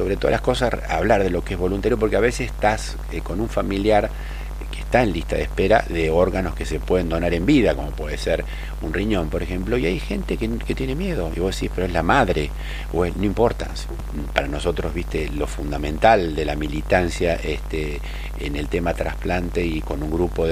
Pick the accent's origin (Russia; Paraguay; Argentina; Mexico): Argentina; ¿Somos solidarios los argentinos? No. Yo soy categórico.